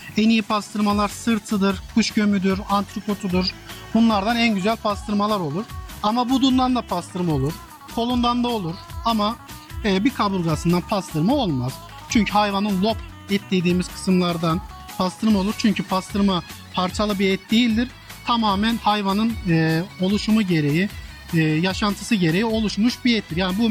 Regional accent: Sivas, Turkey

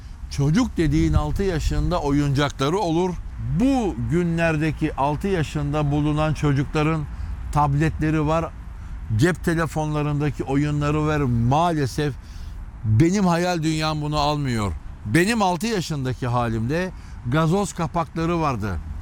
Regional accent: Istanbul, Turkey; Ben 74 Fatih doğumluyum ve tamamen toprak içinde. Şurada büyüdük.

